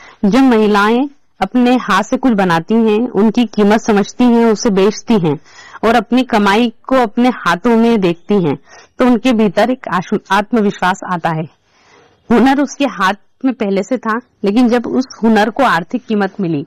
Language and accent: Hindi; Madhya Pradesh, India; now in Hatpipliya, Ratlam district, India; मैं मालवा की मिट्टी से आती हूँ और मालवा की अपनी पहचान है।